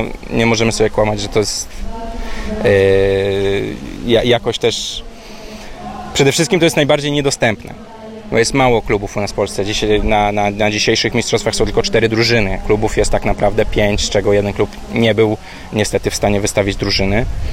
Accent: Gdańsk, Pomeranian Voivodeship, Poland; Dzisiaj mam, ja z Gdańska jestem, a do Warszawy dojeżdżamy co weekend z tatą, żeby grać.

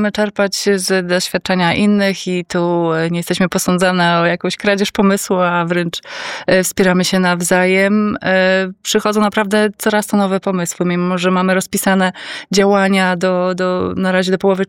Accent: Białystok, Podlaskie Voivodeship, Poland; moved away as an adult; Ja kiedy zamieszkałam na wsi, bo sama pochodzę z Białegostoku, kiedy zamieszkałam na wsi, to było już 25 lat temu

